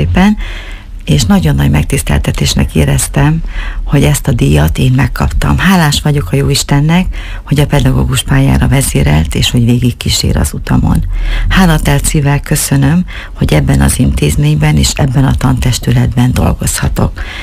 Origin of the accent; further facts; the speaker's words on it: Semjén, Borsod-Abaúj-Zemplén, Hungary; Én egy nagyon kicsi faluban, a Bodrog közben, Seményben nevelkedtem. Ez a település, ez egy 300-400 főből állt, de nagyon református község volt ez.